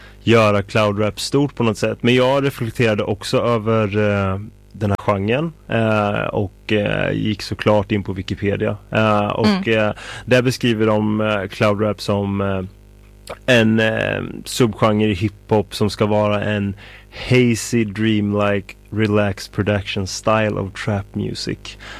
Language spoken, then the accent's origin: Swedish; Sweden; cloud rap är väl någonting som jag har märkt att man kan vara ganska stolt över som svensk